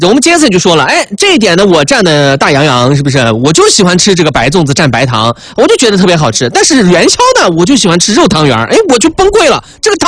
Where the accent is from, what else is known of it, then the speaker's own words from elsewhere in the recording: Northwest China, China; 我是西北的，我们都属于北方